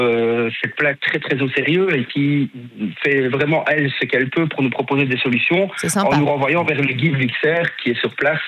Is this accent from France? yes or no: no; Rendeux, Wallonia, Belgium; Je viens de Randeux, moi.